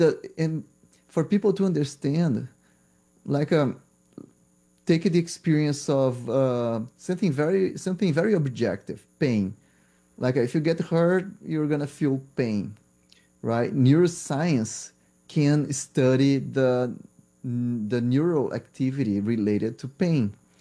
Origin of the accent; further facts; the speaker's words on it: Brazil; English is a second language; because I'm from Brazil, and Brazil medical school is undergrad.